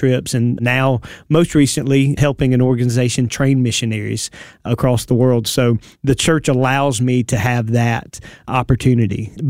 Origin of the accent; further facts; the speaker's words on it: Wayne County, United States; I've served two churches, Big Creek Baptist Church in Wayne County. I grew up in Wayne County and then started pastoring right out of high school.